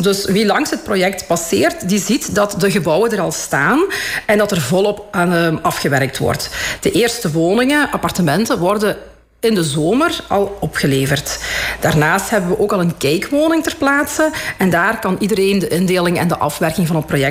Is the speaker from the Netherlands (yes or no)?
no; Limburg, Belgium; Ja, dat klopt. Ik ben inderdaad van Limburg geboren en getogen.